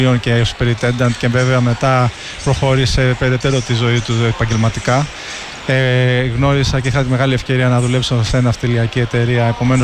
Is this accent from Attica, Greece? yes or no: yes; Athens, Attica, Greece; Είμαι μισό Ισπανός. Είμαι Έλληνας από Αθήνα και μητέρα από Σεβίλη.